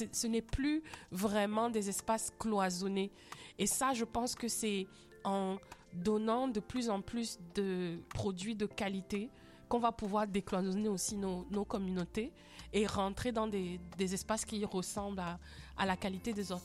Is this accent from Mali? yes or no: no; Cameroon; On a beaucoup de folie chez nous au Cameroun.